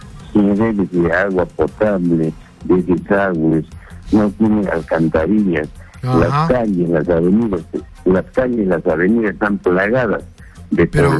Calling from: Ayacucho, Peru; De Ayacucho

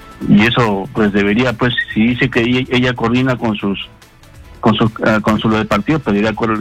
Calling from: Lima, Peru; de Jesús María.

